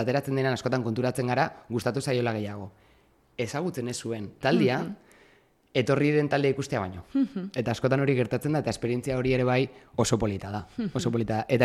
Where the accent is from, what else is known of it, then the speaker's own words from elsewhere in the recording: Irun, Basque Country, Spain; baina irundarra naiz